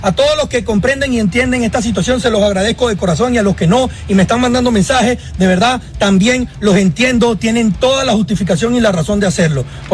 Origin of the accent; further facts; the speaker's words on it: Acarigua, Portuguesa, Venezuela; now in Caracas, Venezuela; son unos compatriotas de Acarigua, Araure, son de mi ciudad natal